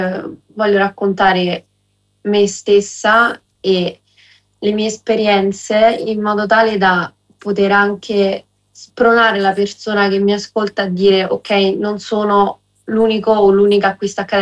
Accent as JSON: {"language": "Italian", "town": "Formia", "region": "Lazio", "country": "Italy", "said": "Io sono del Lazio, a Fornia, fra Gaeta e Scauri, Sperlonga, quelle zone lì."}